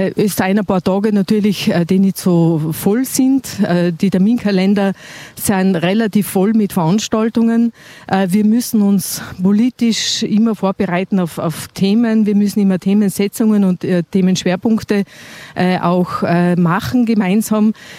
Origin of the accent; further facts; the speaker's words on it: Tyrol, Austria; moved away as an adult; now in Kufstein, Austria; Ich bin eine gebürtige Osttirolerin. Mhm. Wie so viele Osttiroler bin ich nach der Matura natürlich nach Nordtirol gekommen und dann auch geblieben. Ich habe meine Wurzeln stammen aus einer Großfamilie in Osttirol. Ich habe 7 Geschwister. Ich bin die Jüngste von allen.